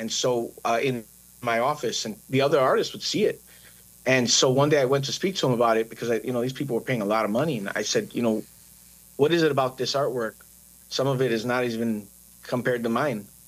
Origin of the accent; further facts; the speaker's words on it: Chicago, Illinois, United States; I grew up in Chicago, and I grew up a graffiti artist